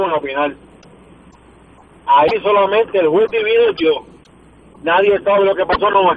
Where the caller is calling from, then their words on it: Moca, Puerto Rico; soy de Moca.